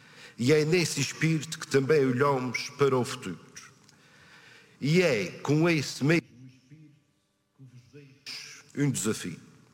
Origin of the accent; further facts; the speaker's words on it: Azores, Portugal; Nós açorianos começamos por ser povoadores de uma terra virgem, erguida do fogo e do mar.